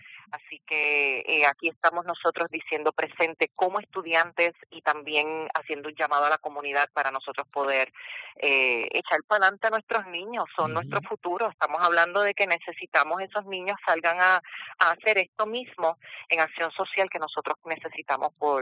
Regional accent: Puerto Rico; nosotros aquí en nuestro país tenemos tan de cerca la necesidad

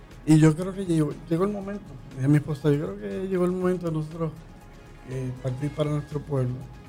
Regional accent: Ceiba, Puerto Rico; moved away as an adult; Yo amo mi pueblo y yo salí de Ceiba porque tenía que hacer una carrera y sacar a militar.

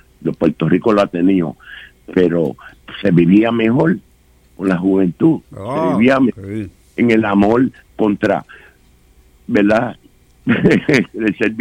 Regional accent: U.S. Virgin Islands; Porque soy nativo de las Islas Vírgenes. Nacido aquí.

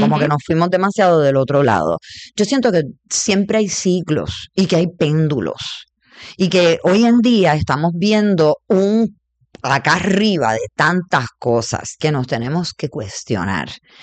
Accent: Puerto Rico; Yo soy boricua y me gusta la vida y los sentidos, por eso soy tántrica.

